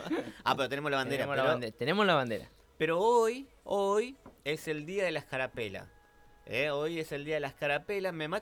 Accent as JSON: {"language": "Spanish", "country": "Argentina", "said": "somos bien argentinos."}